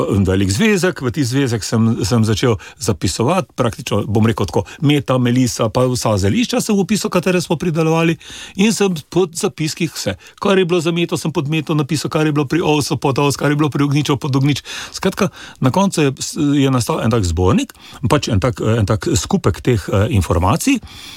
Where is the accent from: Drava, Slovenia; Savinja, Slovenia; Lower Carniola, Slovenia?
Savinja, Slovenia; Celje; Jaz sem blokovski otrok, jaz sem doma iz Celja, jaz sem bloko doma in dejansko, bil sem bloko doma in dejansko meni je bil to tuj svet.